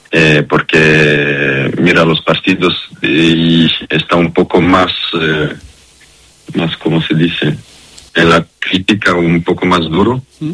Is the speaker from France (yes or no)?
yes; France; Spanish is a second language; yo nací en Francia con mi hermano. Y si no, tengo toda mi familia de Serbia y en casa hablamos serbio, voy a Serbia, Belgrado cada año. Y que si no, yo con Francia, solo nací en Francia y crecí en Francia.